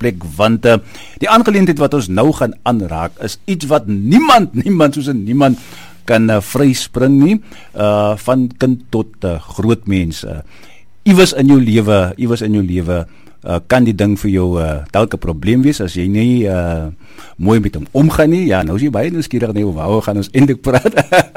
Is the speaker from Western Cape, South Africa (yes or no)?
yes; Oudtshoorn, Western Cape, South Africa; van Eden FM, ek is op hoorling hier van Oudtshoorn groot geworden hier so